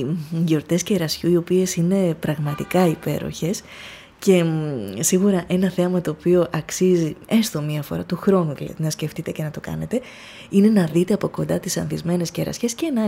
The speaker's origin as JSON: {"language": "Greek", "country": "Greece", "said": "και όχι εγώ προσωπικά … αλλά ως λαός, ως Έλληνες."}